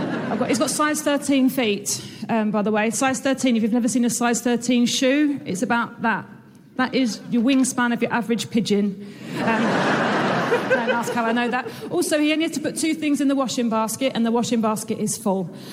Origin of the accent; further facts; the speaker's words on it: England, United Kingdom; I'm here from England.